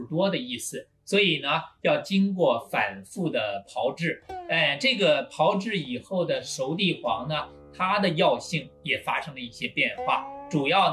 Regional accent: China; 我们中国人

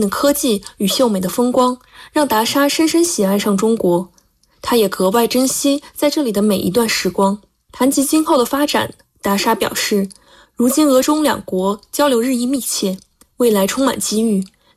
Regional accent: Ryazan, Ryazan Oblast, Russia; Chinese is a second language; now in Changchun, China; 我来自美丽的俄罗斯延赞市。

